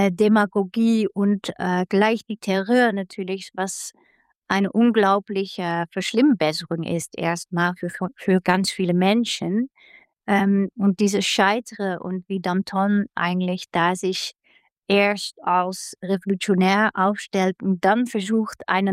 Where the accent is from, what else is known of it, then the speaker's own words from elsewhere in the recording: Netherlands; German is a second language; Ich komme ja aus den Niederlanden, so für mich war das relativ unbekanntes Stoff. So, ich bin da nicht in der Schule mit aufgewachsen